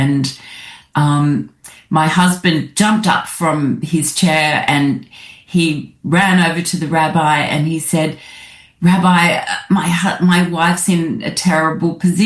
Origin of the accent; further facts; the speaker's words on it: Australia; I really thought of myself as Australian first and Jewish, not even a close second. So my Jewish background was very limited.